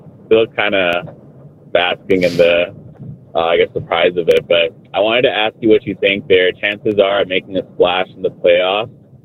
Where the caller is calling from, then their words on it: Chicago, Illinois, United States; I'm calling from Chicago here.